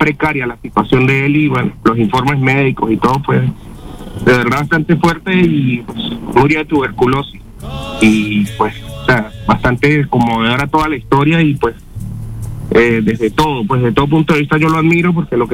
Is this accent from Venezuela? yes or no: yes; Venezuela; Soy venezolano, sí, señor